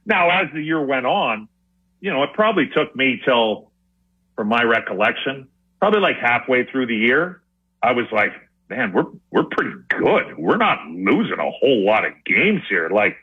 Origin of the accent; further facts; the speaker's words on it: Alberta, Canada; Calgary, we just went to the finals, and I'm from Alberta.